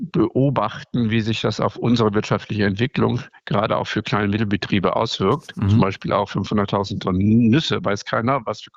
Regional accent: Northern Germany, Germany; Nein, also da bin ich als Norddeutscher

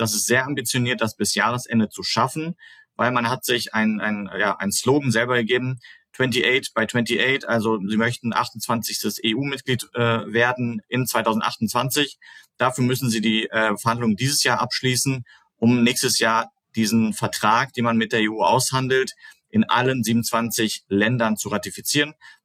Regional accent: North Rhine-Westphalia, Germany; Ich komme aus dem Sauerland, das ist so ungefähr wie Dortmund die Größe.

